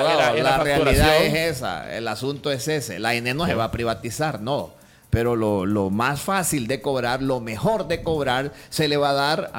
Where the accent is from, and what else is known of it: Honduras